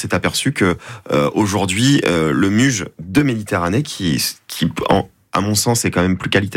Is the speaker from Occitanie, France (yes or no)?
no; Provence-Alpes-Côte d'Azur, France; Donc souvent je dis que moi je viens de la Provence Côte d'Azur mais aujourd'hui j'habite sur la dans la Provence de Marcel Pagnol.